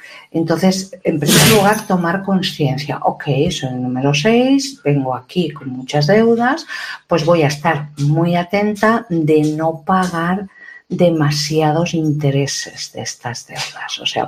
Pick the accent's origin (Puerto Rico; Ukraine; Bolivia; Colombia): Ukraine